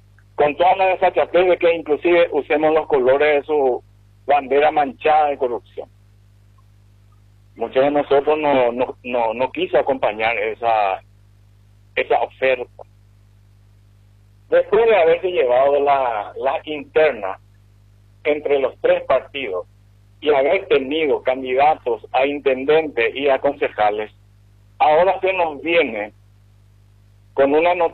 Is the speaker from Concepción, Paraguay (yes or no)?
no; Ciudad del Este, Alto Paraná, Paraguay; also born or lived in Presidente Franco; Hemos pasado en Ciudad del Este de todo. Yo nací en Franco y crecí acá. Acá hice la escuela, el ejército, la facultad.